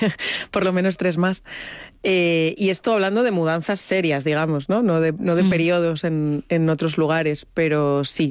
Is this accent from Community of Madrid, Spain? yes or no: yes; Madrid, Community of Madrid, Spain; yo soy de Madrid, pero mis padres son de Extremadura.